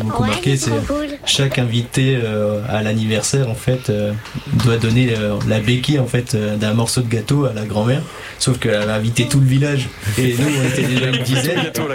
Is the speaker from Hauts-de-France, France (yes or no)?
no; Bar-le-Duc, Grand Est, France; born there; Je suis né à Bar-le-Duc